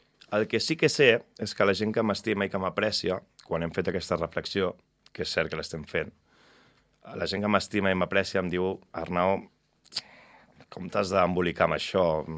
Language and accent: Catalan; Sant Feliu de Codines, Catalonia, Spain; moved away as an adult; now in Madrid, Spain; A mi Sant Feliu em tira molt. A mi el meu poble em tira molt.